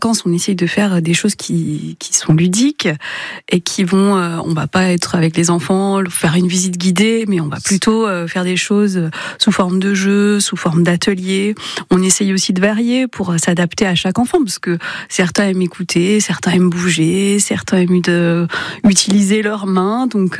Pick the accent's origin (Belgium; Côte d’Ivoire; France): France; western France; moved away as an adult; now in Dijon, France; je venais pas de Dijon, moi j'étais de l'ouest de la France, donc je suis arrivée ici en même temps que mon stage.